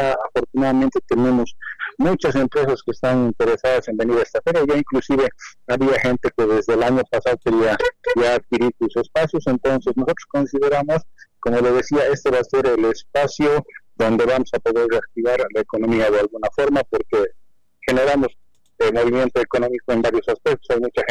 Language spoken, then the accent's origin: Spanish; Potosí, Bolivia; nosotros como bolivianos y como potosinos de manera particular